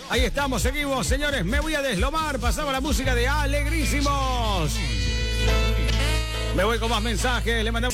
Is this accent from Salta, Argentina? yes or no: yes; Orán, Salta, Argentina